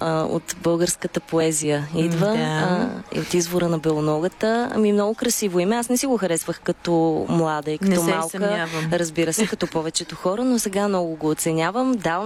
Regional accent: Pazardzhik, Pazardzhik Province, Bulgaria; born there; фамилията ми е Пазарджишка, между другото, и тя е една... Аз съм родена в Пазарджик.

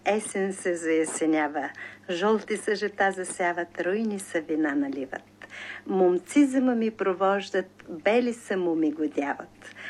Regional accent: Koriten, Dobrich Province, Bulgaria; После дядо Иван и баба Иваница, писаревите от моето родно село, също много песни са ми казали, все хубави. Така че моите песни са коритенски, доброжански.

